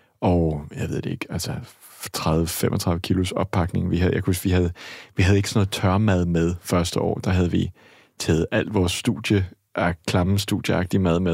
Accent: Australia; now in Denmark; Og det første, jeg gjorde, da jeg var kommet fra Australien til Danmark, det var at tænke, der er simpelthen ikke nok bjerge og klipper og hav og bølger og sådan noget.

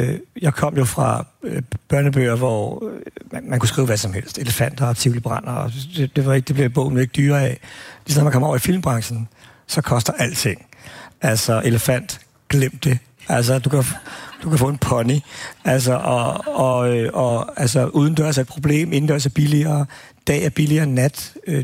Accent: Albertslund, Capital Region of Denmark, Denmark; jeg voksede op i Appelslund, hvor vi havde to fængsler.

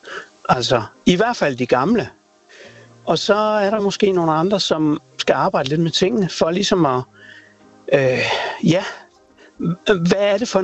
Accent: Stevns, Zealand, Denmark; Altså nu kommer jeg selv fra Stævns på den østre side af Tryggevælde Å

